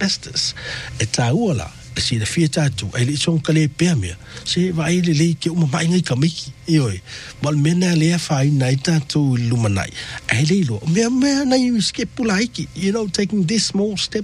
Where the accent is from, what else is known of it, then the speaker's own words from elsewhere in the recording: New Zealand; it's in our DNA as a Kiwi